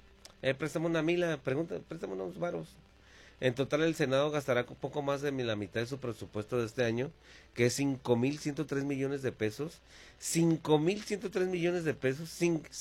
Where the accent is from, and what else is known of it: Mexico